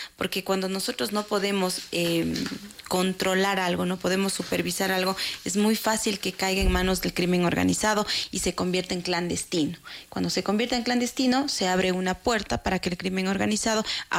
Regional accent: Ecuador; nosotros como ecuatorianos

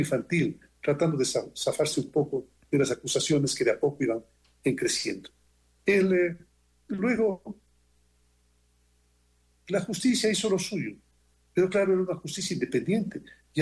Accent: Ecuador; yo me quedo a vivir en mi país.

